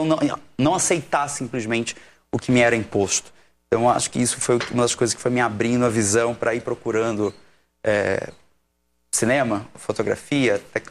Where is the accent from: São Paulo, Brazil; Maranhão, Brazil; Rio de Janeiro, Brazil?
Rio de Janeiro, Brazil; Niterói; Sou carioca também, nasci em Niterói.